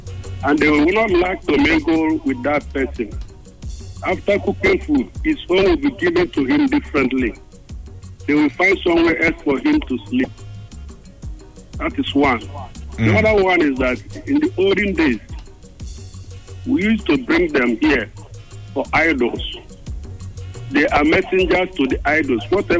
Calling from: Nando, Anambra, Nigeria; I'm from Nando.

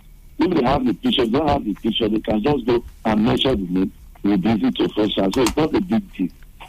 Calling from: Nigeria; I'm calling from Amoja.

